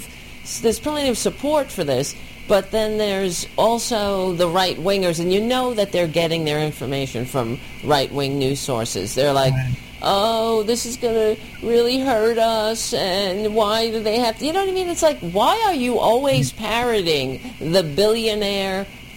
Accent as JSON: {"language": "English", "town": "Staten Island", "region": "New York", "country": "United States", "tie": "born or raised there", "said": "I grew up on Staten Island, And they're, you know, take it from me, there's a bunch of racists there."}